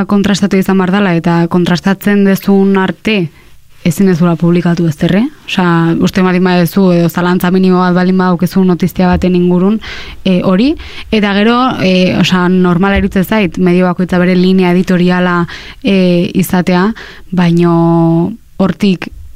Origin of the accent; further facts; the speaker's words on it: Lazkao, Basque Country, Spain; now in Beasain, Spain; Lazkaon jaio nintzen, Beasainen bizi naiz, baina Lazkaotarra naiz izatez.